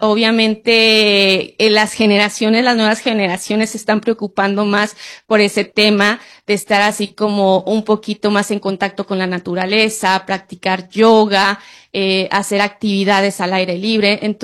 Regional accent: Mexico; soy mexicana.

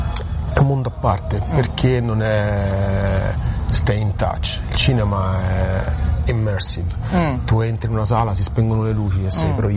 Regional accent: Rome, Lazio, Italy; now in Melbourne, Australia; no, ma non è solo da romano, è proprio perché io sono abituato col teatro

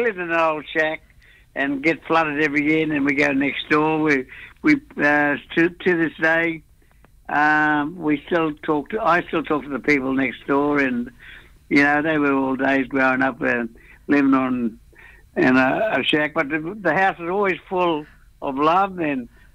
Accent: Mackay, Queensland, Australia; also born or lived in Townsville; our grandfather, he's a Malayan. So we grew up here in Mackay with the Malay community.

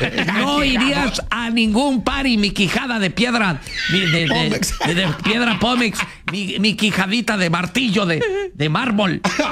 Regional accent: Mexico; somos los mexicanos

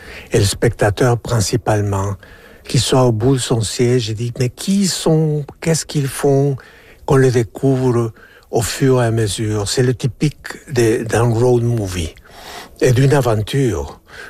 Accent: Peru; moved away; Moi, je suis originaire du Pérou.

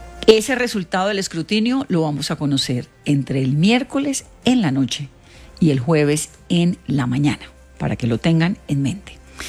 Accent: Cali, Valle del Cauca, Colombia; ¿Usted sabe el miedo que hay en Cali? Yo soy caleña.

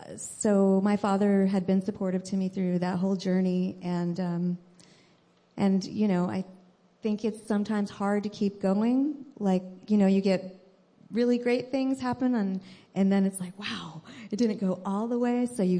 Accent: San Francisco, California, United States; I'm a sixth-generation native San Franciscan.

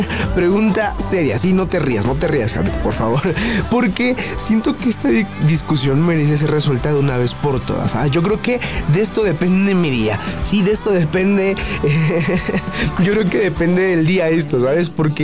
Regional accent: Tenango de Doria, Hidalgo, Mexico; born there; viene del pueblo donde yo nací, que es Tenango de Dora y Hidalgo.

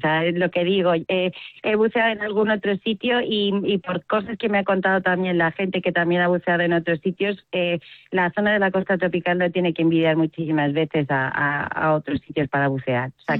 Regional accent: Madrid, Community of Madrid, Spain

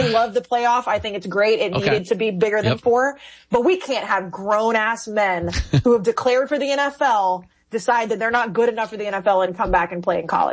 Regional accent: Texas, United States; But growing up in Texas, it's, you know, if you're a college football family and the way we were, it is, I mean, live and die by A&M football.

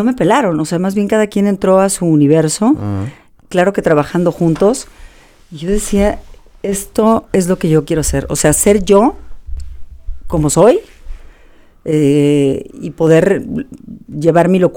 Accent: Irapuato, Guanajuato, Mexico; Pues vengo de Irapuato, ¿me entiendes?

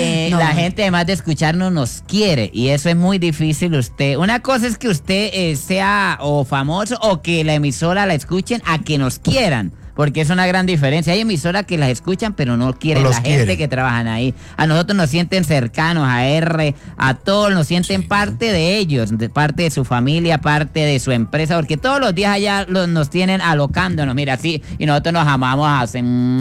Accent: Charalá, Santander, Colombia; Yo soy de Charalá, Santander. Papito, no lleve machete, que allá le damos. Soy el único santanderiano aquí en esta mesa, ¿no?

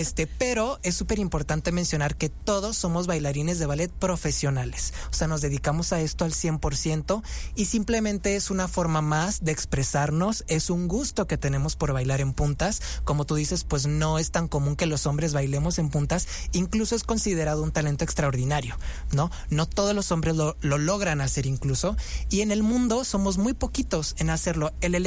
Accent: Culiacán, Sinaloa, Mexico; Saliendo, pues me regresé a Culiacán, yo soy sinaloense, uh-huh.

